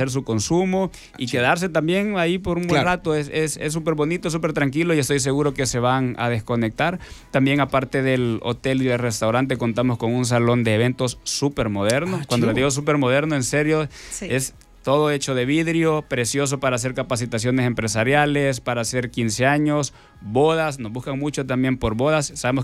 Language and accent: Spanish; El Salvador